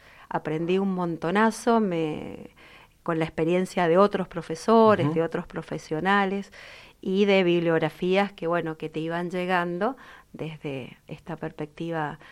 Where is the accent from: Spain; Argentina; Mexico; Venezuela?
Argentina; En algo, como argentinos tenemos, descollamos.